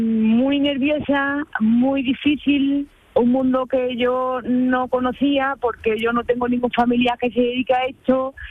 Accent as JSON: {"language": "Spanish", "town": "Montalbán de Córdoba", "region": "Andalusia", "country": "Spain", "said": "No, porque yo soy de Montalbán de Córdoba."}